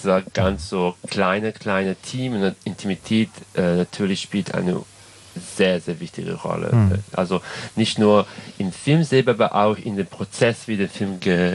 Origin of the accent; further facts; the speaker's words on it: Serbia; German is a second language; ich komme ursprünglich aus Serbien, das heißt selber Kroatisch